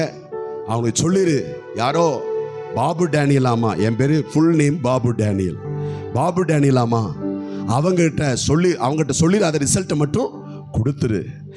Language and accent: Tamil; India; born or raised there